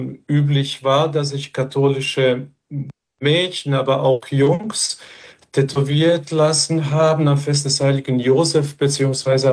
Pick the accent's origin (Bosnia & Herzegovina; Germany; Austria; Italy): Bosnia & Herzegovina; Ich bin als Kind in die Kirche gegangen, jeden Tag in die Kirche gegangen. Bei uns durfte man Messdiener schon werden, wenn man irgendetwas so tragen durfte, also vor der Erstkommunion. Ich bin, glaube ich, Messdiener so mit 5 oder 6 geworden. Und wenn ich mich an Bosnien, an meine Kindheit